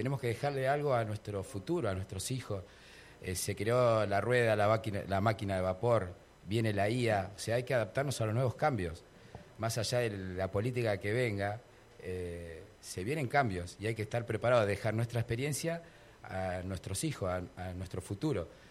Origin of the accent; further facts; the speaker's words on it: Cinco Saltos, Río Negro, Argentina; born there; moved away; nací acá en Cinco Saltos, me fui 30 años... un poco de experiencia, ir a otros lugares, volver a mi ciudad ahora